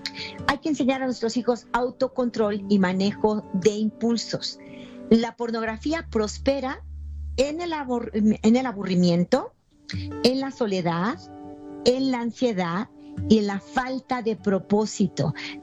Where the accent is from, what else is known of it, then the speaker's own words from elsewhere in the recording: Mexico; O en mi país, México